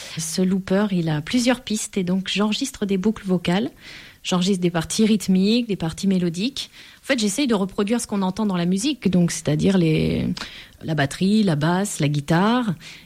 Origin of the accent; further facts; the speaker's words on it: Pontoise, Île-de-France, France; born there; now in Ardèche, France; Effectivement, je suis née en région parisienne. Je suis née à Pontoise, précisément.